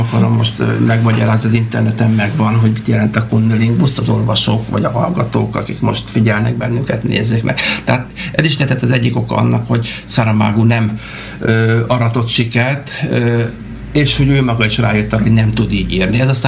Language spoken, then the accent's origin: Hungarian; Hungary; szóval mentünk, Magyarországról vagyunk, egyetemről vagyunk, ismerjük